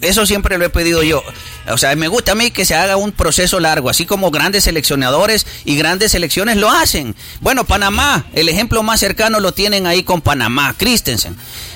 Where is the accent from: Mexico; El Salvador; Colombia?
El Salvador; soy salvadoreño, apoyo a la selecta